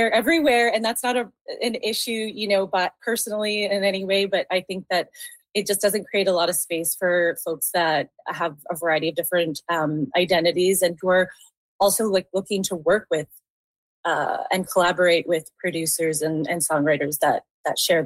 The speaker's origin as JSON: {"language": "English", "region": "Saskatchewan", "country": "Canada", "tie": "born or raised there", "said": "I played in a lot of bands like that had different genres growing up in Saskatchewan"}